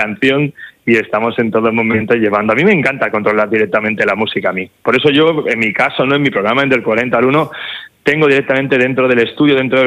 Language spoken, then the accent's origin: Spanish; Barcelona, Catalonia, Spain; born there; no soy murciano, no tengo sangre murciana, la tengo de Andalucía, yo nací en Barcelona.